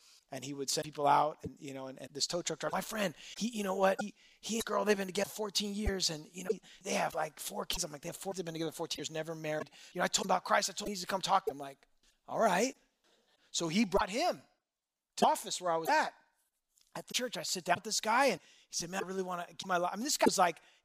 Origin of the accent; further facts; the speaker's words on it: United States; We grew up in Orange County.